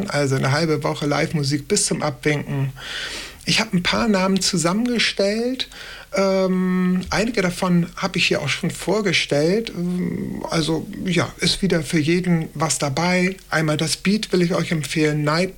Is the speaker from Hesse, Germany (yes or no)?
no; Hamburg, Germany; Wir senden ja aus Hamburg, FSK kommt aus Hamburg, ich komme aus Hamburg